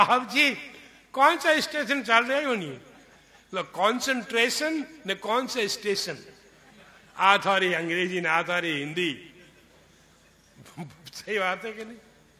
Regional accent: Rajasthan, India; first language Marwari; मारवाड़ी राजस्थानी बोल गया, हमारी मातृभाषा है

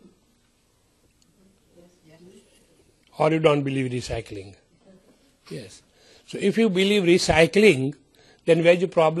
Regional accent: India; moved away; I came from India, I brought Indian culture now.

